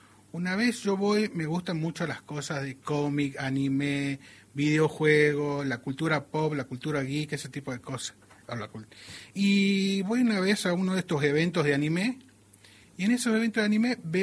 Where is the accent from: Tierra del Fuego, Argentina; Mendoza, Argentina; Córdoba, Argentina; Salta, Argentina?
Salta, Argentina